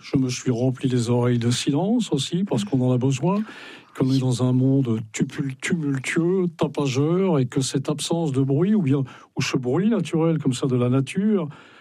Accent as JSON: {"language": "French", "region": "Brittany", "country": "France", "said": "Mais Pas simplement parce que je suis breton, également parce que les îles sont absolument fascinantes."}